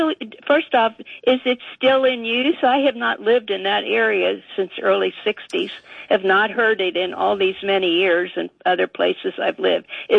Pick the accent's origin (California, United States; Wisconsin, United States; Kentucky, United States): Kentucky, United States; Covington; now in Alexandria, United States; I grew up in Covington, Kentucky, which you probably know is across the river from Cincinnati, very German area.